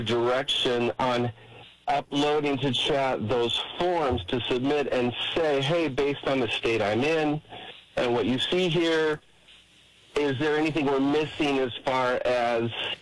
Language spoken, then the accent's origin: English; California, United States; now in Michigan, United States